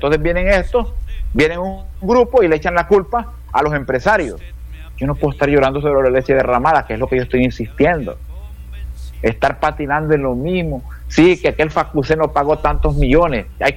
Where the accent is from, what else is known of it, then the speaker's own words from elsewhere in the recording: Honduras; ¿Usted cree que yo como hondureño no estoy esperando que estas cosas mejoren? Yo como hondureño estoy esperando que esto mejore.